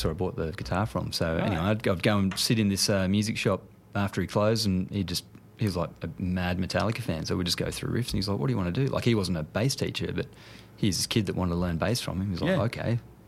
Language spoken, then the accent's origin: English; Deniliquin, New South Wales, Australia; I grew up in Denny, so there was it's called Southwest Music down there.